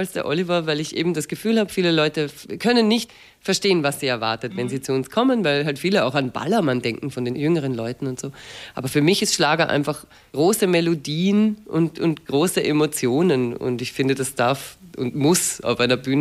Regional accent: Ulrichskirchen, Lower Austria, Austria; also born or lived in Vienna; now in Wolkersdorf, Austria; Es ist eine Nebenortschaft von Wolkersdorf, wo wir jetzt wohnen. Ich bin aus Ulrichskirchen, also eine Niederösterreicherin. Aber wie gesagt, dadurch, dass man in Wien in der Schule war und studiert hat und so, ist man... Man ist schon Wienerin auch.

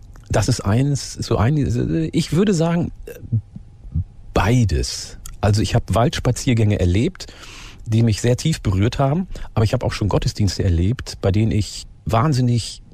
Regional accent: Falkenburg, Lower Saxony, Germany; In meinem Dorf in Falkenburg in Niedersachsen, wo ich aufgewachsen bin, ein paar hundert Meter von dem Ort, wo wir gewohnt haben, war der große Urwald, der Hasbruch.

